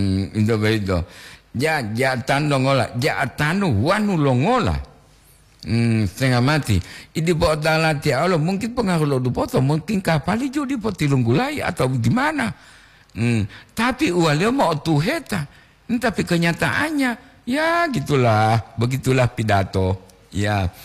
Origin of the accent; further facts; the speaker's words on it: Gorontalo, Indonesia; now in Manado, Indonesia; Salam saya dari Gorontalo, sekarang merantau di Manado.